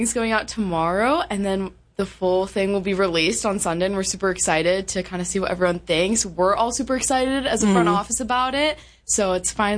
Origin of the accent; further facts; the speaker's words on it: Illinois, United States; Well, I've never been to Michigan before. I'm from Illinois, so I was really excited to come out here.